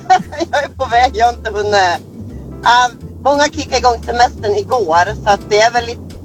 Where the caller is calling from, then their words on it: Västernorrland County, Sweden; jag är från Köpenholm, men från halv mil söder om Övik.